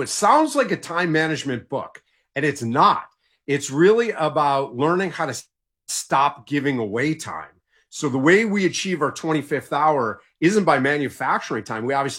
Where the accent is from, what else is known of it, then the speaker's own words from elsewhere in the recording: Detroit, Michigan, United States; I'm originally from Detroit, so this is old home week.